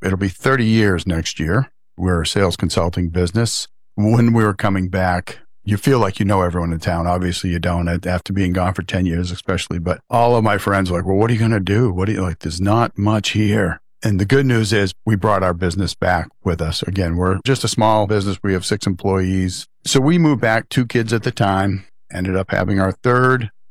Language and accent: English; Orono, Maine, United States; Born and raised in Orono, came through the Orono School Systems, University of Maine, back in early 90s. Came from a large family in Orono. I'm the youngest of 10.